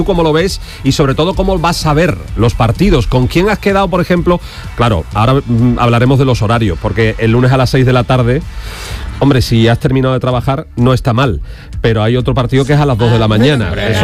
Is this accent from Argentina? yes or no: no; Spain; Nadie te dice facha, ni te dice nada parecido. Es que yo soy español.